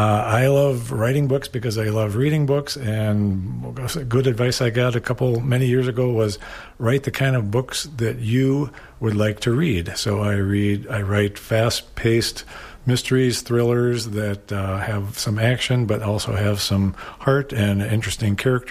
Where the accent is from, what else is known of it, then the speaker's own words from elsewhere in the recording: Owatonna, Minnesota, United States; I am from Owatonna, Minnesota.